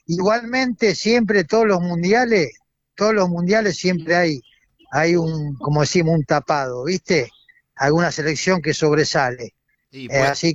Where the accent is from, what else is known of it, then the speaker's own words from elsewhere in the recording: Argentina; como argentino, como hincha